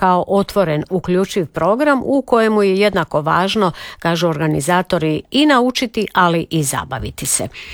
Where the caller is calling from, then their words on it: Knin, Šibenik-Knin County, Croatia; Dobar dan, lijepi pozdrav iz vrućeg Knina. Već sada 30 stupnjeva ovdje kod nas u Kninu